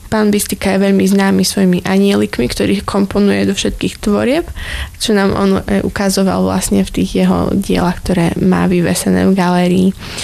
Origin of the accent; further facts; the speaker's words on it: Košice, Košice Region, Slovakia; pochádzam z Košíc, aj keď moje korene siahajú do Medzeva, takže tiež mám nejaké tie karpato-nemecké korene.